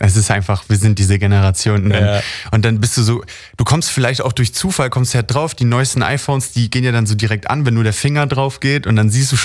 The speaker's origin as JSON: {"language": "German", "region": "Berlin", "country": "Germany", "said": "Ich komme ja auch aus Berlin und das ist so eine schnelllebige Welt, man hört immer diese Reden, immer die Autos"}